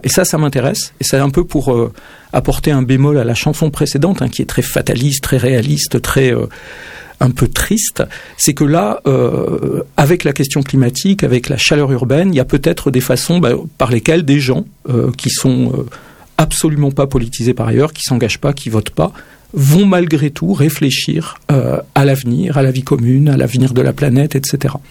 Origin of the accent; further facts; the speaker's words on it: Brittany, France; now in Toulouse, France; je suis breton